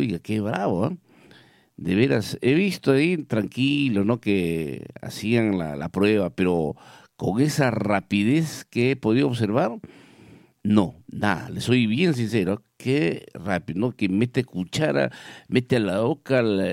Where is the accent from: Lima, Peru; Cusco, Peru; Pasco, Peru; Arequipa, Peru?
Pasco, Peru; Villa Rica; Buenos días, Villarrica. ¿Cómo amaneció mi pueblo querido?